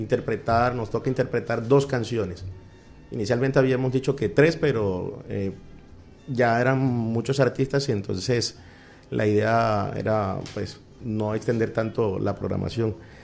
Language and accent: Spanish; El Carmen de Bolívar, Bolívar, Colombia; born there; Sí, yo soy del Carmen de Bolívar.